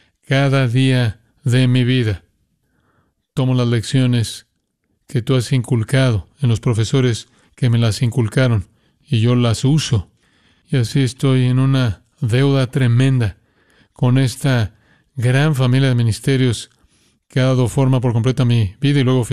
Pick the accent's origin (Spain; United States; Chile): United States; Van Nuys, California; Y yo nací en Van Nuys en 1978. Así que he estado aquí desde entonces y tan agradecido por lo que esta iglesia ha sido en mi vida.